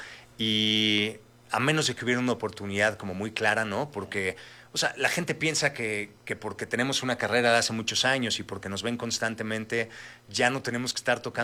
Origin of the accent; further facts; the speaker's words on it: Mexico; yo siempre abierto a llevar lo que somos como mexicanos al resto del mundo.